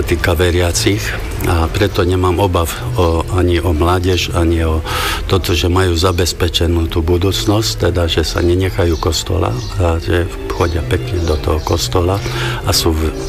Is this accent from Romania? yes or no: yes; Bodonoș, Bihor County, Romania; Tak v prvom rade ja som sa narodil v Bodonoši, je to slovenská dedina, odtiaľ to asi 20 kilometrov. Tam som začal aj základnú školu, tak 8 tried som skončil slovenský.